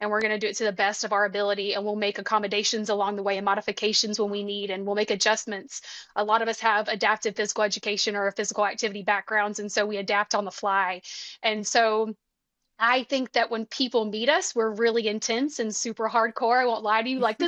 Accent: Alabama, United States

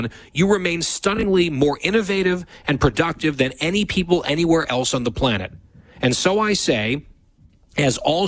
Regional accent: Canada; now in United States; And I'm a Canadian, although I'm privileged to reside once again in the States.

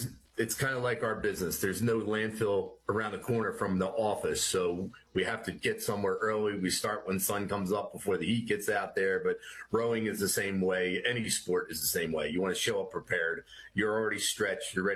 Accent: Clifton Heights, Pennsylvania, United States; I'm from Clifton Heights, Pennsylvania. I'm the second of four children, older brother, younger brother, and young sister.

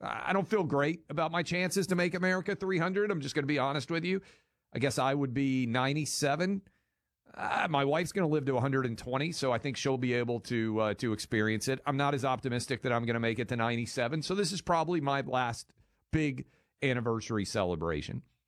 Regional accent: Tennessee, United States; Shiloh, in my home state of Tennessee.

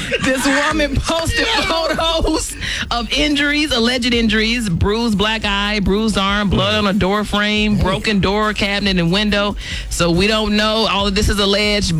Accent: Chicago, Illinois, United States; I'm from Chicago, and I'm with Alton on this.

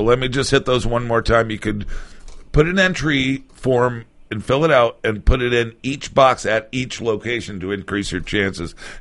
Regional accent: New England, United States; now in Michigan, United States; To my home country of New England.

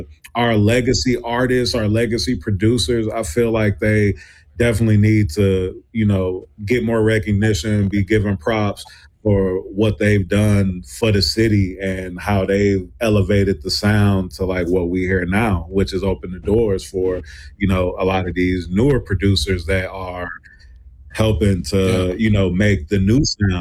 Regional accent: Milwaukee, Wisconsin, United States; when I tell people I'm from the Mill, a lot of times I don't expect them to have a connection with it or know much about the city

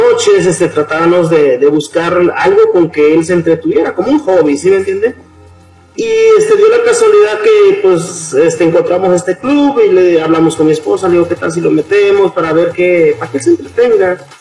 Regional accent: Guatemala; now in Arizona, United States

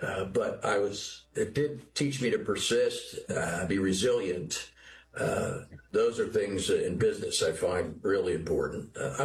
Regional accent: Jersey City, New Jersey, United States; Jersey City, New Jersey.

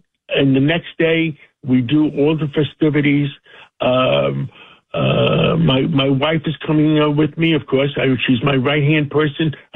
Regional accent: Harlem, New York, United States; And being from the poor side of town, growing up in Harlem, the one thing that did impress me about being up there, the grass was so green.

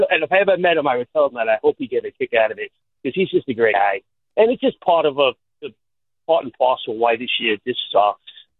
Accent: New York City, New York, United States; When I grew up living in Astoria, we didn't have cable here in Astoria until like early 90s

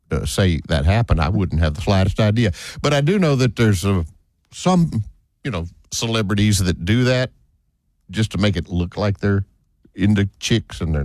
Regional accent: Clute, Texas, United States; I grew up watching the Cowboys because I grew up in the Houston area, you know, south of town a little bit, called Clute. Maybe you heard of it.

